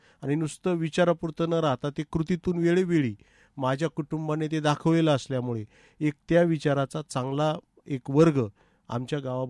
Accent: Nashik, Maharashtra, India; born there; शिक्षणाची सुई मात्र त्यावेळेस गावात उपलब्ध नसल्याने मला नाशिक या ठिकाणी

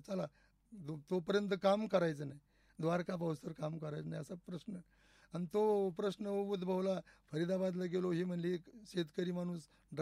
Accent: Chikhli, Maharashtra, India

